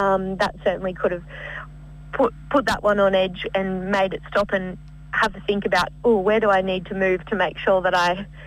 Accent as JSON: {"language": "English", "region": "New South Wales", "country": "Australia", "tie": "born or raised there", "lives_now": "Albury, Australia", "said": "that's my hometown, or home locality would be best to call it, probably."}